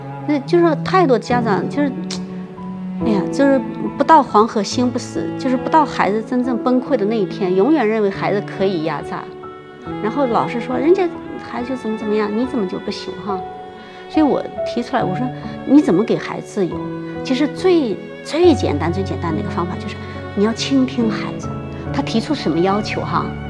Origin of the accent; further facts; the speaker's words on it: Inner Mongolia, China; moved away; 这是我第一次回家乡接受访谈，真的特别荣幸。作为土生土长的内蒙古人，我非常热爱